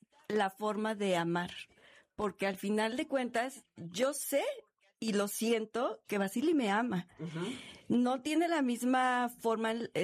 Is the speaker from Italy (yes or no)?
no; Mexico; Yo dije, él es ruso, pero yo soy mexicana.